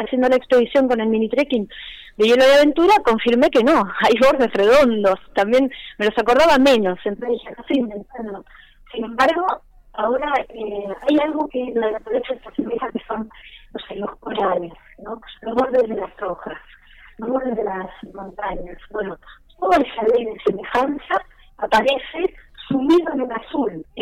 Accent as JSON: {"language": "Spanish", "town": "Río Gallegos", "region": "Santa Cruz", "country": "Argentina", "said": "yo soy de Gallegos, ahí vamos, hace muchísimo tiempo"}